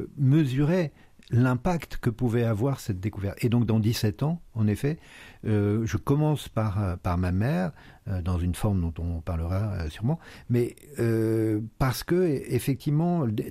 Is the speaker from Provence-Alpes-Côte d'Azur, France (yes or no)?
yes; Nice, Provence-Alpes-Côte d'Azur, France; born there; je suis né à Nice d'ailleurs, ce qui est absurde, ma grand-mère, de peur que les voisins voient ma mère au ventre arrondi, elle l'avait exilée, il n'y a pas d'autre mot, sur les hauteurs de Nice, chez des bergers